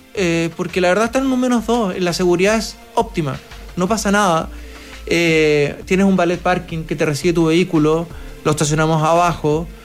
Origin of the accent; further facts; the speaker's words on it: Chile; nosotros como chilenos también somos bastante tradicionales.